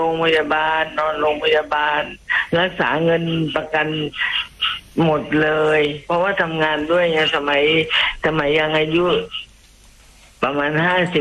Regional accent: Pak Nam Pho, Nakhon Sawan, Thailand; จังหวัดนครสวรรค์อำเภอเมืองตลาดปากน้ำโพค่ะ

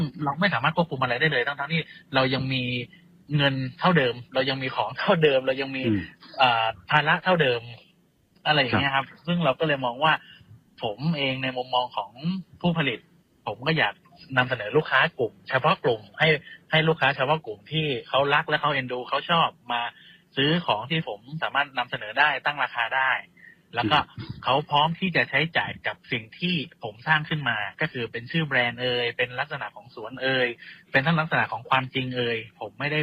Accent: Chumphon, Thailand; ผมเป็นคนชุมพรคนนึงที่เราอยู่ในยุคที่ผ่านพ้นเรื่องราวทั้งหมดมาแล้ว

